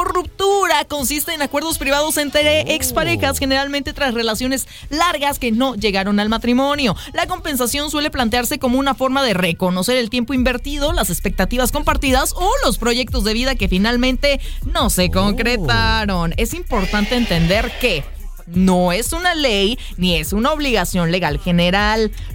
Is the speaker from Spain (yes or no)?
no; Mexico; born there; nací en México y aquí